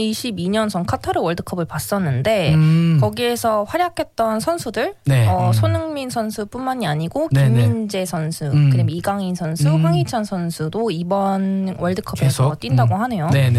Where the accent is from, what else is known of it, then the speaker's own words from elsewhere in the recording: Seoul, South Korea; 죄송해요. 저는 서울 사람이어가지고.